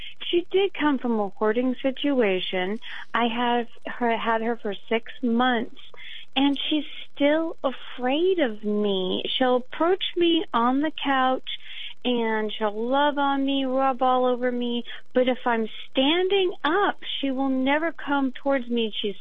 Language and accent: English; Anchorage, Alaska, United States; I am from Anchorage, Alaska.